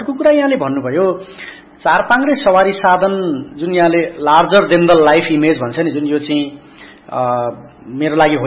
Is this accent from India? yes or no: no; Khotang, Koshi Province, Nepal; मेरो घर खोटाङ हो, म यहाँबाट करिब 200-300 किलोमिटर, यदि मसँग मेट्रो रेल हुन्थ्यो भने त म त 1 घण्टा पुग्ने रहेछु नि त, म बसाइ सराई गर्नुपर्ने थिएन।